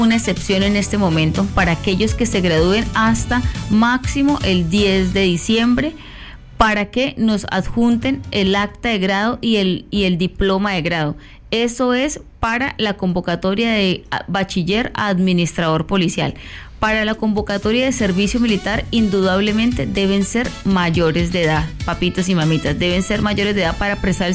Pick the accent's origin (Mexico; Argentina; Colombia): Colombia; Cúcuta, Norte de Santander; ser unos buenos ciudadanos como somos todos los cucuteños y norte santandereanos.